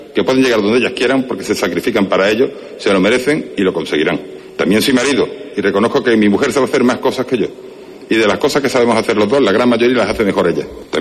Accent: Spain; Lo digo como español de a pie.

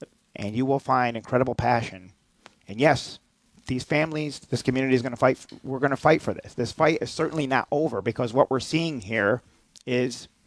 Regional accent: Rotterdam, New York, United States; just opened up a new day hab right in my hometown of Rotterdam.

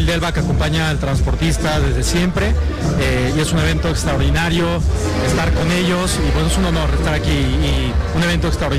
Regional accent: Mexico; Soy de México

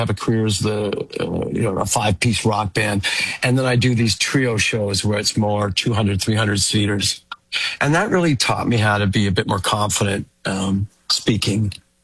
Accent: Regina, Saskatchewan, Canada; growing up in Regina

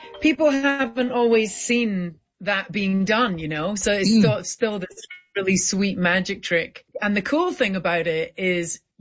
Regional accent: Scotland, United Kingdom; we were laughing because we're both Scottish Asian. I'm like quarter Chinese.

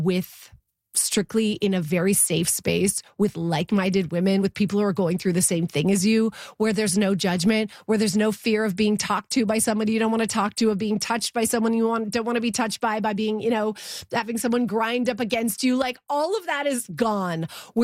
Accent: Vancouver, British Columbia, Canada; so excited to come back to my hometown of Vancouver this Saturday.

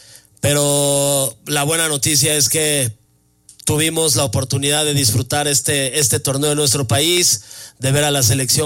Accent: Mexico; y como mexicanos nos hacía falta tener una unión, una empatía

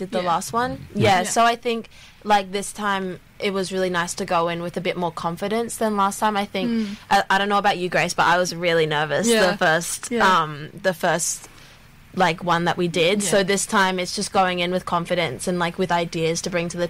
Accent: Canberra, Australian Capital Territory, Australia; now in Sydney, Australia; I'm originally from Canberra, but I live in Sydney.

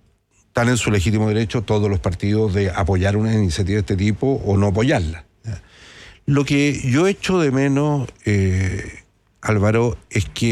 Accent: Santiago, Santiago Metropolitan Region, Chile; yo soy de Santiago, pero me tocó visitar mucho las regiones cuando yo era autoridad.

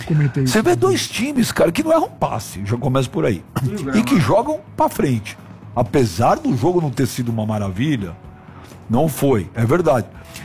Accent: Brazil; nós somos brasileiros.

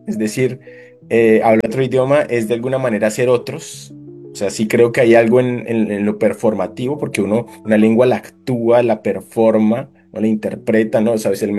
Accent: Bogotá, Colombia; first language Spanish; moved away; Que es muy bogotano, que como que decimos algo y cómo, tal cosa y cómo, pero exageramos muchísimo, muy rolo de donde soy yo.

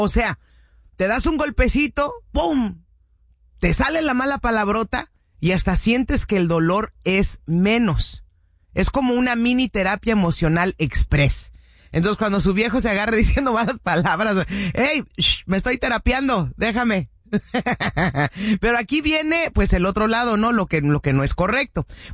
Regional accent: Cuernavaca, Morelos, Mexico; Poquito me identifico, soy de Cuernavaca, Morelos, pues casi, soy chilanguita.

